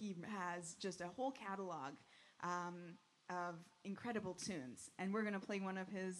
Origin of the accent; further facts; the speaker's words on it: Winnipeg, Manitoba, Canada; I'm from Winnipeg.